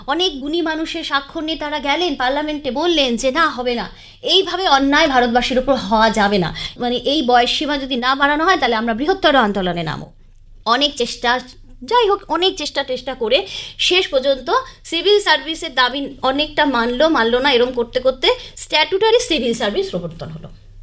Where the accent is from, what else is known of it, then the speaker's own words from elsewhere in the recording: India; কিন্তু আমরা একটা ভারতীয়, আমরা তো জন্ম থেকে ইংলিশ শিখে বড় হইনি, আমাদের মাতৃভাষা আমরা পড়াশোনা করেছি